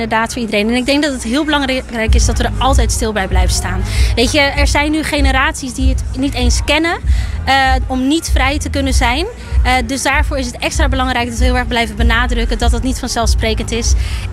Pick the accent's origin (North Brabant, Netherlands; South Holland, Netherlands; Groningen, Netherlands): South Holland, Netherlands; Rotterdam; born there; Ik kom officieel uit Rotterdam geboren.